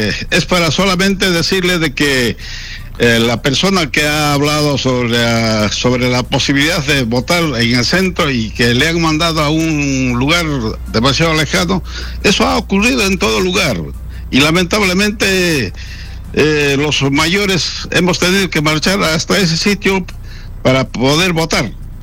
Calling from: Nazca, Ica, Peru; Me llamo de Nazca.

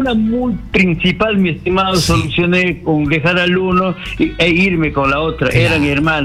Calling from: Huánuco, Peru; Llamo de Huánuco.

